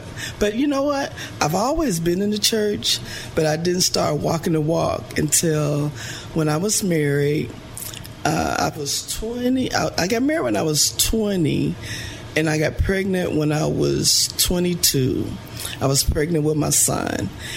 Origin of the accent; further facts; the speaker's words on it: Arkansas, United States; born there; So I was born here in Arkansas, but then we traveled. Then we came back here to Arkansas. I've had opportunities to leave. I left once and ended up coming back. It's something about Arkansas. I feel at home here.